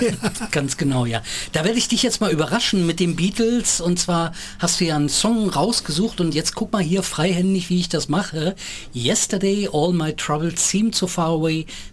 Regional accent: East Germany, Germany; ich bin ja im Osten aufgewachsen.

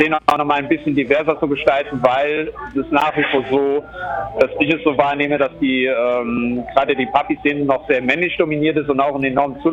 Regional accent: Bitburg, Rhineland-Palatinate, Germany; ich bin ein Papi der Grenzregion. Ich komme aus Bitburg in der Nähe der luxemburgischen Grenze

